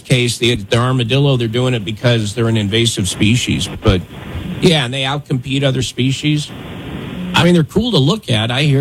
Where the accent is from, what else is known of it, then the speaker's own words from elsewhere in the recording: Wyoming, United States; now in North Carolina, United States; where I grew up in Wyoming